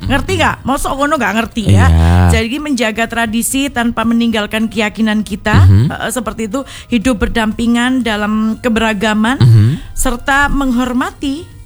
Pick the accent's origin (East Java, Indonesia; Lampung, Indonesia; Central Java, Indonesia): East Java, Indonesia; Gunung Kawi; yang benar-benar lahir dan dibesarkan di Gunung Kawi, ya pasti kalimat itu terasa banget beratnya gitu untuk saya pribadi ya.